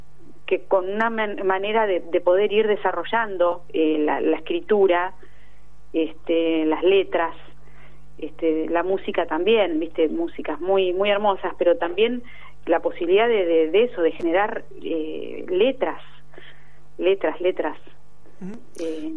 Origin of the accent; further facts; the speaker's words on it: Azul, Buenos Aires Province, Argentina; yo soy de Azul, sí.